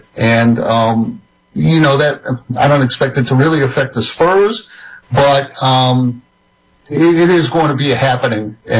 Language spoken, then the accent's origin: English; Chicago, Illinois, United States; now in New York, United States; I'm not a native New Yorker. I grew up in Chicago